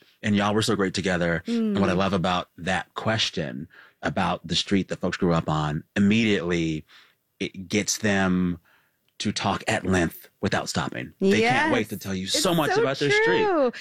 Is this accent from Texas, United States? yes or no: yes; Seguin, Texas, United States; I grew up on Jefferson Avenue in Seguin, Texas.